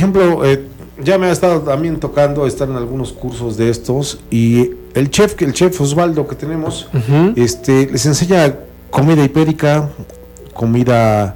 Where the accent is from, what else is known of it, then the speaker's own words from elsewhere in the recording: Mexico; que nosotros como buenos mexicanos, cuando nos aventamos a poner un negocio